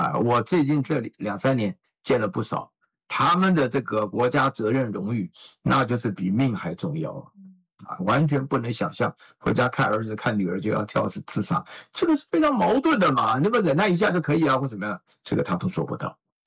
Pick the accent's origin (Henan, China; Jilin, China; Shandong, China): Shandong, China; 比如说像我家乡的人，最优秀的人才啊，那进北大清华不算以外，其他都想当兵。哎，山东人没一个例外啊